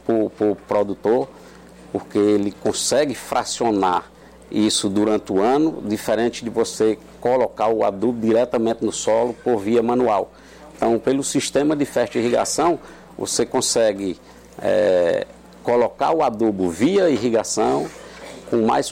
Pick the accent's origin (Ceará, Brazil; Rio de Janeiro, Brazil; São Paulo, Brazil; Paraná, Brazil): Ceará, Brazil; Crato; moved away as an adult; sou natural do Crato. Em 1997, eu vim implantar um projeto de coco na fazenda de um tio meu, aqui na cidade de Trairi, a 120 quilômetros de Fortaleza.